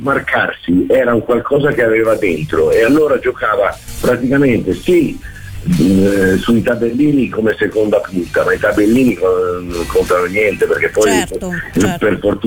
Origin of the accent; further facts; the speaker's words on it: Rome, Lazio, Italy; born there; io sono nato a Roma